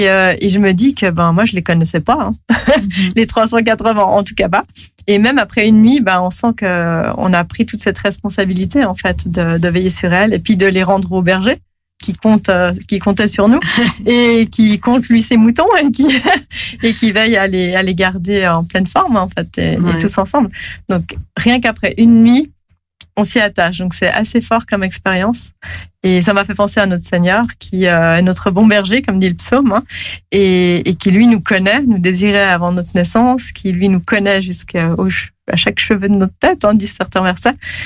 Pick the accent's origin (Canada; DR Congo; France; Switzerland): Switzerland; Geneva